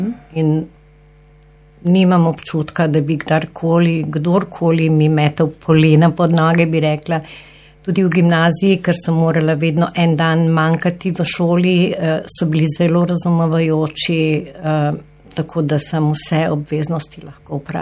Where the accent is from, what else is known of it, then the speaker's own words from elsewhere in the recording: Novo Mesto, Southeast Slovenia, Slovenia; Sem Novomeščanka, po duši in po srcu. Vse življenje sem tukaj, delam, ustvarjam.